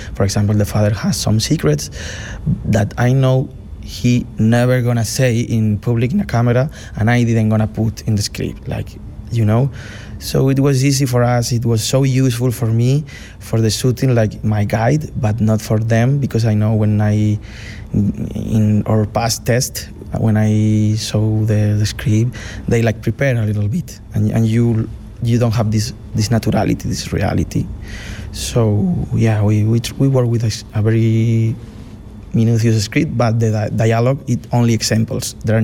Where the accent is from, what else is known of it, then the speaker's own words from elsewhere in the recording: Murcia, Region of Murcia, Spain; English is a second language; we are from Murcia, from the south of Spain.